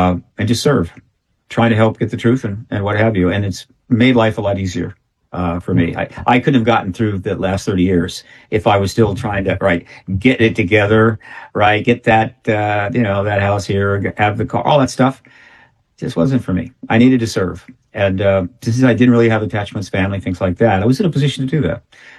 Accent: United States; I am an American citizen. I tend to lean toward that.

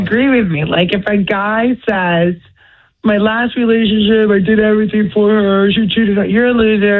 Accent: Florida, United States; I grew up in South Florida.

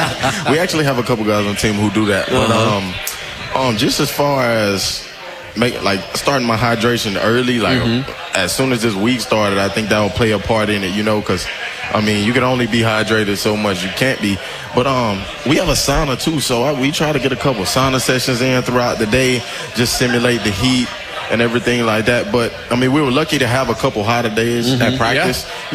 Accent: Louisiana, United States; I'm from Louisiana.

